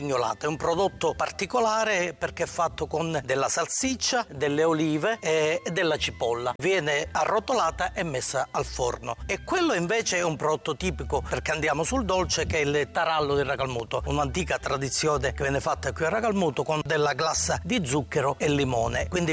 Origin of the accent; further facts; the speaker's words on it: Racalmuto, Sicily, Italy; Ragalmuto, oltre ad essere la terra natale, è un paese straordinario